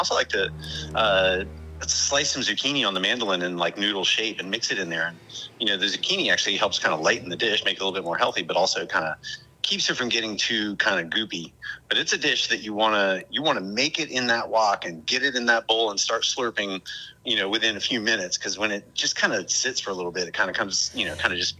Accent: Jacksonville, Florida, United States; I grew up here in Jacksonville, Florida. You know, this is not truly the Deep South, but it's, you know, it's pretty cracker here.

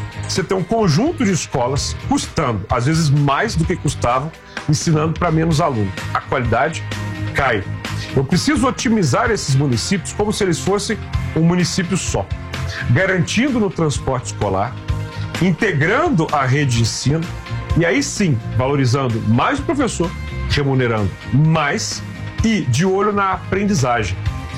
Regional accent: Belo Horizonte, Minas Gerais, Brazil; Eu sou belo-horizontino

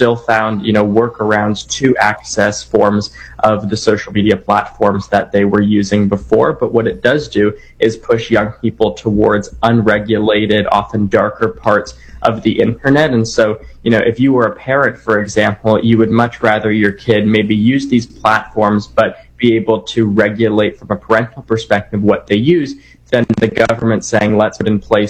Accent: Canada; Yeah, or my home country of Canada either

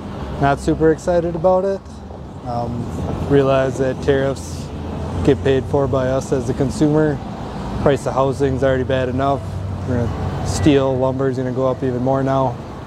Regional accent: Moorhead, Minnesota, United States; I'm from Moorhead, Minnesota.

